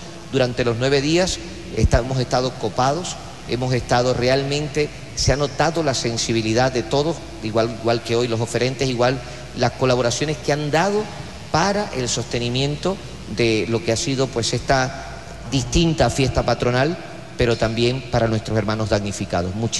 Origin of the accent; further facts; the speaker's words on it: Venezuela; Venezuela somos los venezolanos.